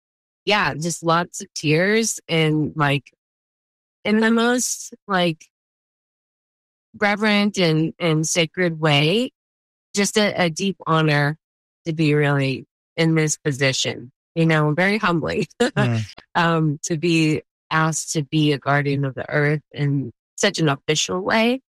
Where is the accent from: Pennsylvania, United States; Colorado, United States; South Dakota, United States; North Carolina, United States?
Colorado, United States; Silverton; also born or lived in Los Angeles; I've always had a deep connection with the earth, and I was raised in Silverton, Colorado, some big, beautiful mountains and peaks, and it always felt like home to me.